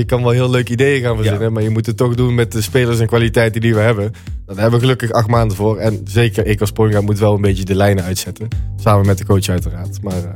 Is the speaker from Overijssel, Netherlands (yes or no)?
no; North Brabant, Netherlands; accent: southern; moved away; also born or lived in Weert, Limburg; Jullie kunnen het aan mijn accent al horen. Ik kom uit het zuiden, maar ik ben absoluut geen Limburger. Ik kom eigenlijk uit Brabant